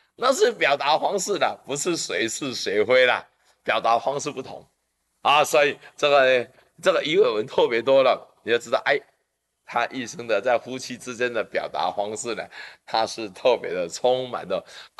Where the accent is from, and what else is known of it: China